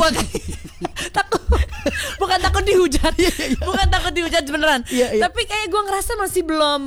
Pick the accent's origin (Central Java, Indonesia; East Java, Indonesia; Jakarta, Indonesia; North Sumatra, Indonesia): East Java, Indonesia; Surabaya; Saya aslinya Surabaya, orang Jawa saya.